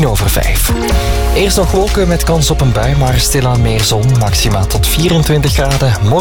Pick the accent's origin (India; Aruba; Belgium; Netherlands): Belgium; en dat is dan misschien goed nieuws voor ons als Belgen